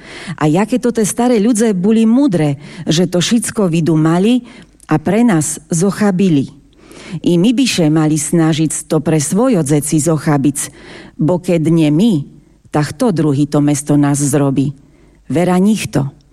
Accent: Prešov Region, Slovakia; accent: Šariš dialect; first language Šariš dialect

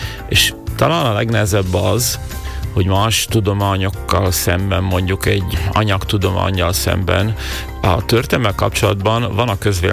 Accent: Batka, Banská Bystrica Region, Slovakia; moved away; also born or lived in Rimavská Sobota; mikor a szülőfalum Batka díszpolgárral fogadott

